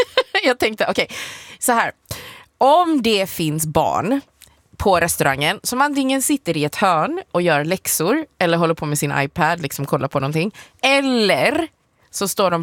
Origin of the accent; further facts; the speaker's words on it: Hong Kong; jag är från Hongkong.